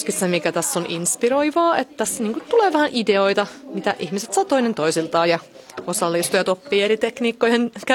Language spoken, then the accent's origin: Finnish; Turku, Southwest Finland, Finland; now in Sweden; Joo, siis mä oon asunut Ruotsissa nyt vähän reilu 10 vuotta, ja tänne mä oon siis Turusta, että suomen kielin alun perin, ja ruotsi oppinut tässä ihan vaan asumalla ja tekemällä, niin pärjään molemmilla.